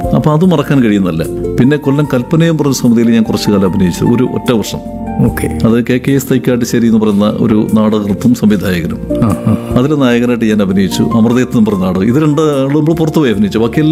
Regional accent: Pavithreswaram, Kerala, India; born there; അവിടെ പൗത്രേശ്വരം എന്ന് പറയുന്ന സ്ഥലത്താണ് ഞാൻ ജനിച്ചത്.

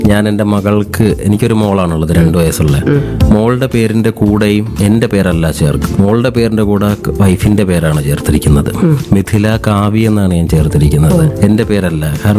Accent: Kundara, Kerala, India; moved away as an adult; now in Karunagappally, India; നാട് കൊല്ലം ജില്ലയിലെ തന്നെ കുണ്ട്ര എന്നുള്ള സ്ഥലത്ത്, കുണ്ട്രയിലെ പേരയും കുമ്പളം എന്ന് പറയും, അവിടെയാണ് നാട്, അവിടെയാണ് ഞാൻ ജനിച്ച് വളർന്നത്. ഇപ്പോൾ താമസിക്കുന്നത് കരുനാഗപ്പള്ളിയിലാണ്. കുറച്ചു നാളായി കരുനാഗപ്പള്ളിയിൽ താമസിക്കുന്നു. ബാല്യവും കൗമാരവും യൗവനവും ഒക്കെ അവിടെ തന്നെയായിരുന്നു.

